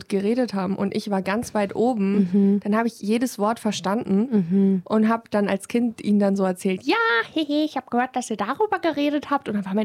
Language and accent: German; Saxony-Anhalt, Germany; ich komme auch aus Sachsen-Anhalt.